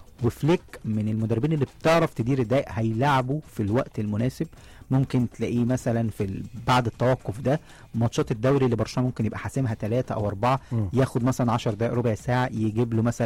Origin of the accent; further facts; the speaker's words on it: Egypt; احنا كمصريين